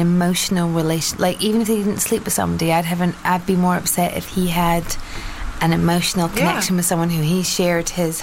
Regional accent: Edinburgh, Scotland, United Kingdom; I'm from Edinburgh and I speak French. I did French at university, I speak French.

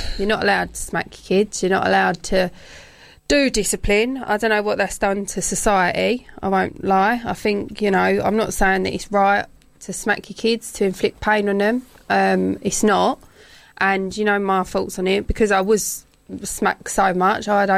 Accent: Gravesend, South East England, United Kingdom; I'm from Gravesend.

